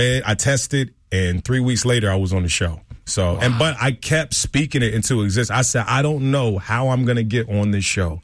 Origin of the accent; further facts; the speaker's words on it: Chicago, Illinois, United States; I'm from Chi-Town, baby.